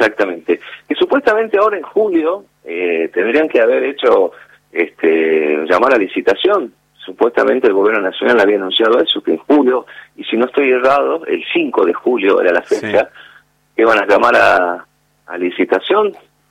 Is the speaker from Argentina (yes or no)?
yes; Metán, Salta, Argentina; somos de Metal